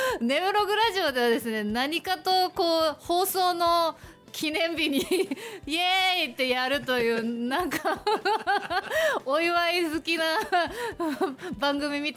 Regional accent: Sapporo, Hokkaido, Japan; born there; also born or lived in Iwamizawa, Hokkaido; now in Nemuro, Japan; 私はこう、岩見沢で生まれ、まあ、札幌で過ごし、まあ、根室ということで、北海道内をですね、まあ、いろいろこう住んでいるんですけれども

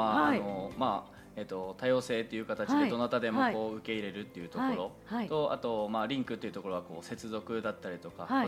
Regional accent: Kadogawa, Miyazaki, Japan; also born or lived in Aichi / Tokyo; now in Fukuoka, Japan; 宮崎県門川町というところで生まれ育ちました。

